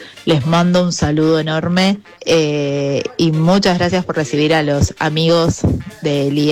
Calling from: Buenos Aires, Argentina; de Boedo.

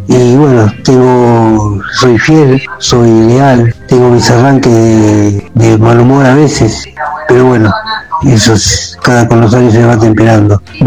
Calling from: Buenos Aires, Argentina; de Caballito

